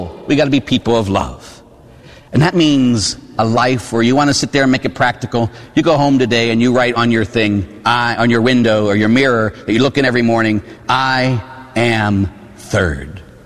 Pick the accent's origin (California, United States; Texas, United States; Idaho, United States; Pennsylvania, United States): Pennsylvania, United States; Pittsburgh; I grew up in Pittsburgh, huh?